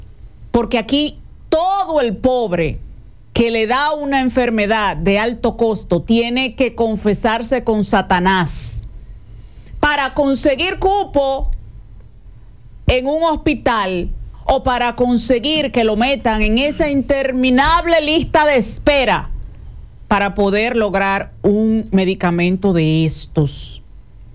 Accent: Dominican Republic

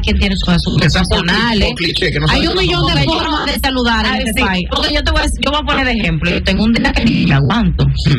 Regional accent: Dominican Republic; nosotros como dominicanos y dominicanas

